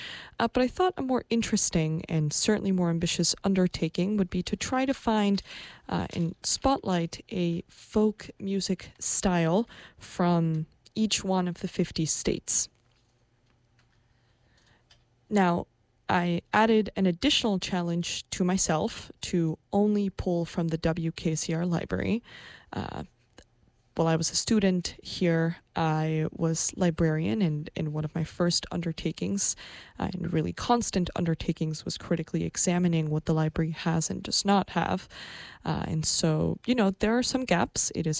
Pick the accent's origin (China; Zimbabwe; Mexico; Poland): Mexico; Mexico City; now in New York, United States; I am originally from Mexico City, where I grew up.